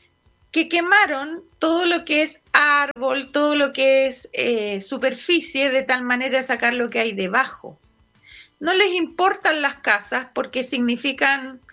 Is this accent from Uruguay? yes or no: no; Chile; lo importante, amigo, es que logremos visualizar como chilenos que se viene una dictadura.